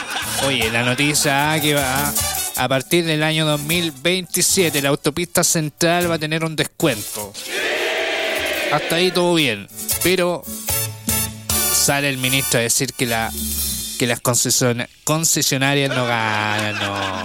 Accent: Chile; now in Melipilla, Chile

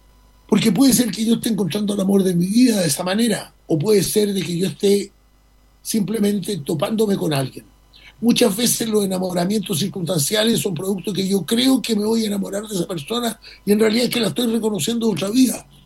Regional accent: Rivadavia, Coquimbo, Chile; born there; Es que yo nací en Rivadavia, en el Valle del Elqui.

